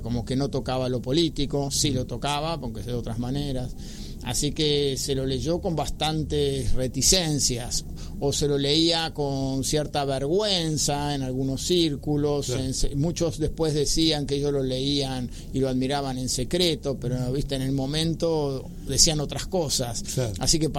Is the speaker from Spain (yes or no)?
no; Argentina; No es como en Argentina que leemos muchos escritores extranjeros.